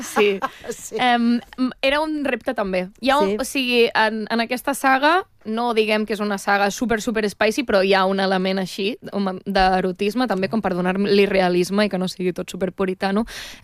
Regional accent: Catalonia, Spain; jo, tot i que sóc catalana i òbviament conec la cultura catalana, també has d'afinar molt els detalls.

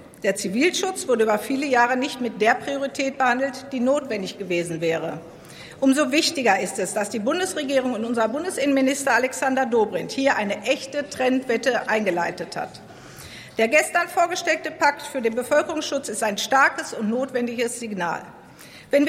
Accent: Herdecke, North Rhine-Westphalia, Germany; Das große Hochwasser 2021 traf auch meine Heimatstadt Herdecke.

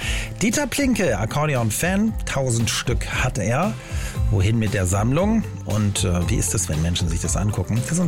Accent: Northern Germany, Germany; now in Berlin, Germany; ich bin ja aus Norddeutschland

